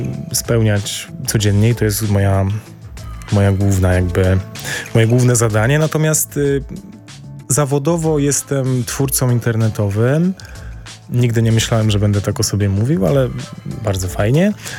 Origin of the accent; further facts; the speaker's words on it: Podlaskie Voivodeship, Poland; now in Warsaw, Poland; Ja też jestem z Podlasia i głośno o tym mówię